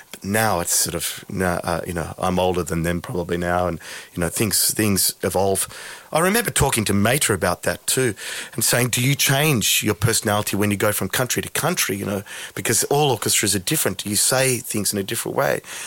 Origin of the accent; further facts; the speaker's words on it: Australia; Are you American? I said, no. And he said, are you English? I said, no, I'm Australian. He said, oh, you're Australian, okay.